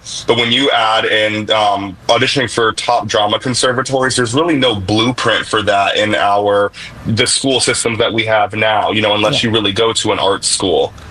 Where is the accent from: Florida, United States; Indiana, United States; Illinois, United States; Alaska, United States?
Illinois, United States; Chicago; I'm from Chicago